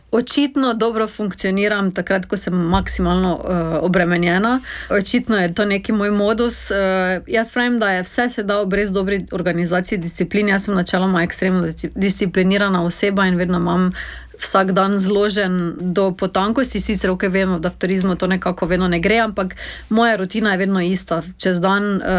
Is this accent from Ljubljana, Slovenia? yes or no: no; Maribor, Drava, Slovenia; Jaz sem sama Mariborčanka, živim v centru mesta